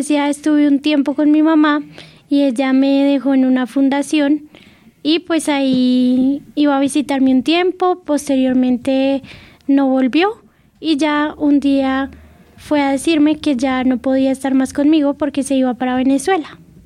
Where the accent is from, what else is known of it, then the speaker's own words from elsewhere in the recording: Bogotá, Bogotá D.C., Colombia; born there; nací en Bogotá, soy ciega de nacimiento. Nací de 5 meses y medio